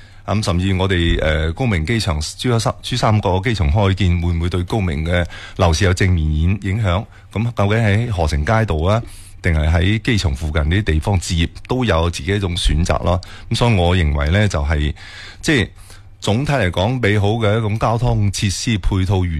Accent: Foshan, Guangdong, China; 我哋佛山人

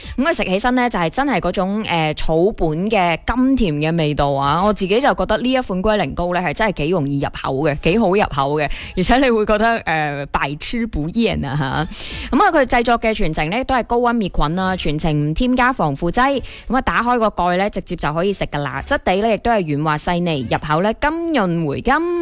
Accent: Guangdong, China; 我哋广东人咧都好识得养生嘅

